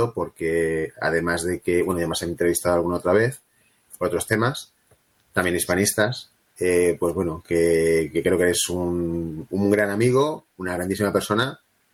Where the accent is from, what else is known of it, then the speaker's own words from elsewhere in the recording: Valencian Community, Spain; yo, que soy valenciano